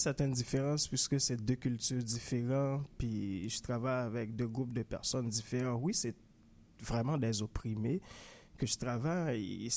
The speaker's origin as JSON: {"language": "French", "country": "Haiti", "said": "puisque moi, en Haïti, je travaillais plus, je viens d'Haïti, en fait."}